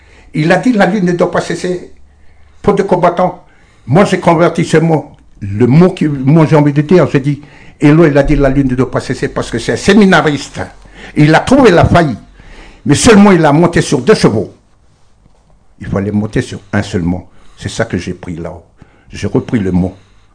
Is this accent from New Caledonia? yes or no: yes; New Caledonia; ça fait 173 ans qu'on est là, on sait très bien qu'on est, comme on appelle, on est des Kanaks, on n'est pas des Français.